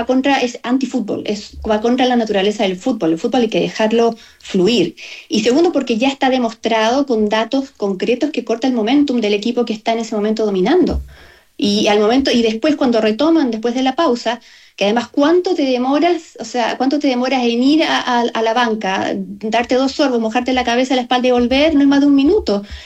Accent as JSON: {"language": "Spanish", "country": "Chile", "moved": "yes", "said": "las cosas ya no estaban bien cuando yo me fui de Chile"}